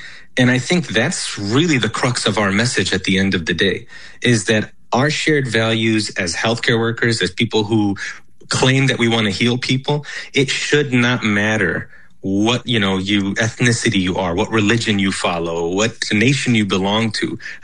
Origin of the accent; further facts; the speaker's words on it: Chicago, Illinois, United States; born there; Because I was born in Chicago. I'm able to leave this war zone.